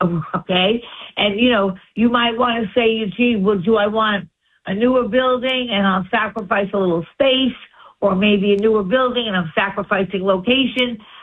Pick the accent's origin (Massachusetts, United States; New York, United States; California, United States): New York, United States; Long Island; moved away as an adult; now in New York City, United States; I was from Long Island